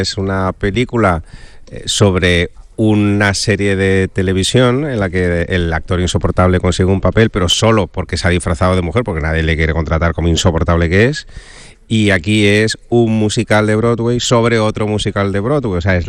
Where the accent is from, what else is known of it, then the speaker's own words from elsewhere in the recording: Seville, Andalusia, Spain; por fin llegar a Andalucía, a Sevilla, a mi tierra